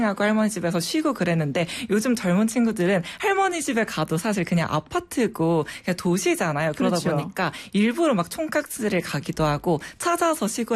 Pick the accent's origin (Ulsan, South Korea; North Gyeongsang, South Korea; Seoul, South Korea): Ulsan, South Korea; moved away; 저는 원래 고향이 울산이었고요.